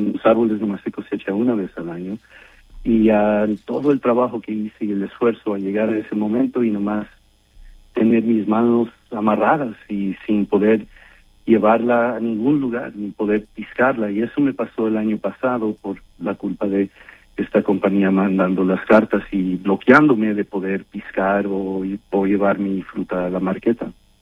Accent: Mexico; now in United States; Bueno, puedo decir que soy como cualquier otra persona, mexicano aquí en los Estados Unidos, y yo me considero muy orgullosamente americano porque me encanta este país

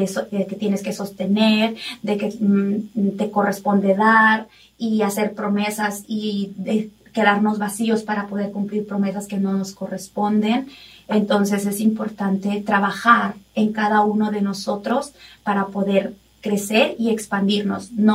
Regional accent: Mexico; yo crecí en México

